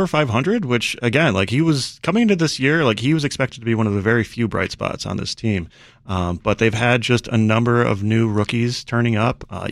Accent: Burbank, Illinois, United States; I'm from Burbank in the southwest suburbs, which is a largely Polish-American and Polish immigrant community.

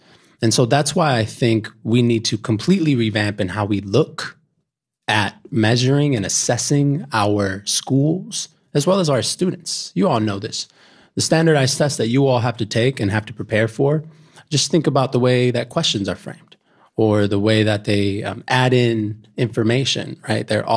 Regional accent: Illinois, United States; We grew up in Pilsen and we're right down the block.

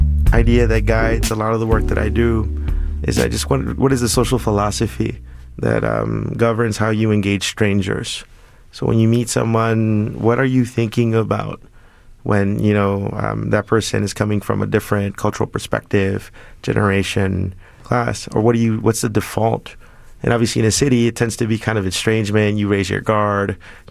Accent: Chicago, Illinois, United States; Growing up in Pilsen for close to 35 years, I mean, I remember growing up and just seeing how entrenched gang culture was and still continues to be to a different degree.

